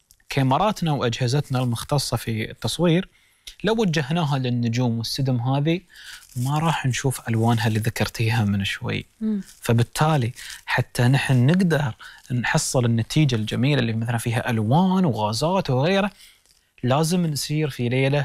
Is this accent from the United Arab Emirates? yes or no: yes; United Arab Emirates